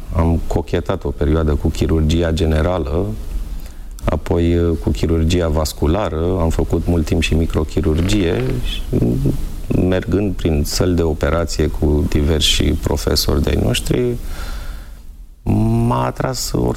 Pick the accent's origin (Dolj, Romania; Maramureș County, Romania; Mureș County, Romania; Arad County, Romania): Dolj, Romania; Craiova; moved away; also born or lived in Timișoara / Bucharest; Copilărind în Craiova, mergeam des cu băieții la fotbal, pe un teren destul de aproape de unde locuiam noi.